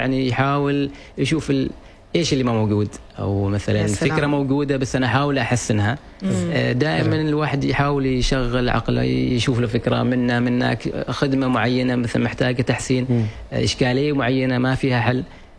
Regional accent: Oman; إحنا كفريق عمانيين.

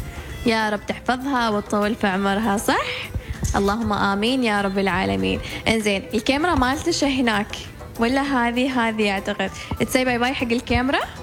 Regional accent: Oman; لكي دائما نفتخر ونفاخر كوننا عمانيين.

